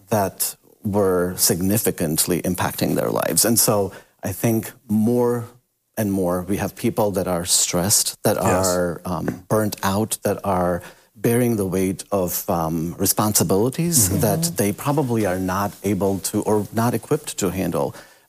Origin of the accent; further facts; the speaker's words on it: India; Yeah, I'm Indian by origin.